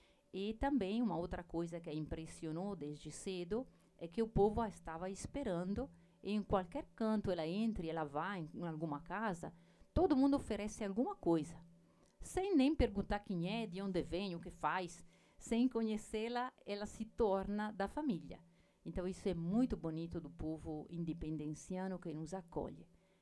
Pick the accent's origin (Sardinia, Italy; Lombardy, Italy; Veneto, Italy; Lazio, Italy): Lombardy, Italy; Milan; Portuguese is a second language; na cidade de onde eu venho, Milão, não acontece, é que todas as portas estão abertas.